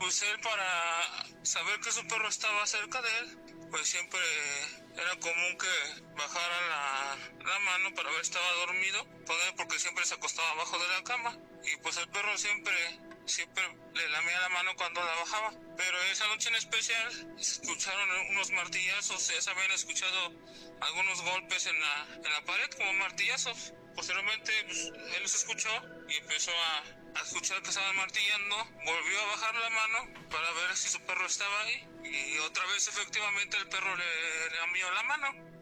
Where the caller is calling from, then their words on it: Atizapán de Zaragoza, State of Mexico, Mexico; Soy taxista de Atizapán, de la Guardia Nocturna, aquí en Tepalcapa.